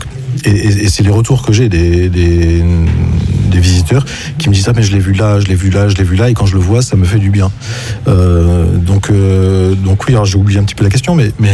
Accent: Montpellier, Occitanie, France; born there; Et c'est la première fois qu'il vient à Montpellier, qui est ma ville natale.

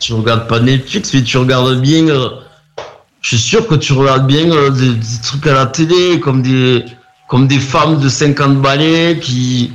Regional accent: France; Moi je suis français

